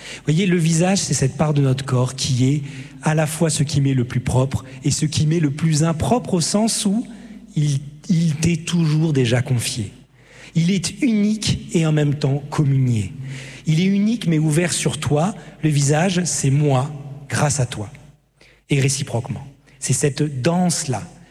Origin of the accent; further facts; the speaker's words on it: Strasbourg, Grand Est, France; je viens de Strasbourg